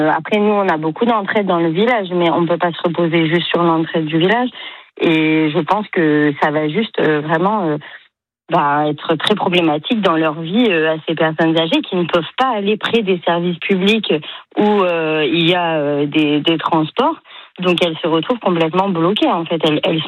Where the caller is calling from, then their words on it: Provence-Alpes-Côte d'Azur, France; moi, je suis à Saint-Lizé, du coup. C'est plus problématique à Puget-Théniers, je pense, du coup. On est donc dans la vallée de la Roudoule, où on a 50 habitants qui vivent à l'année